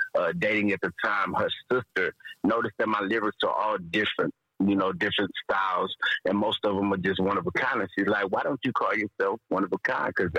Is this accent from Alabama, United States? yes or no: yes; Huntsville, Alabama, United States; born there; I was born in Huntsville.